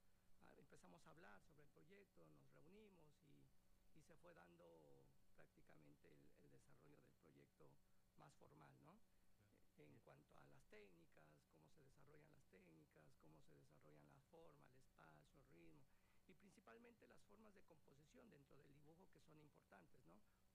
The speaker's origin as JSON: {"language": "Spanish", "country": "Mexico", "said": "soy mexicano."}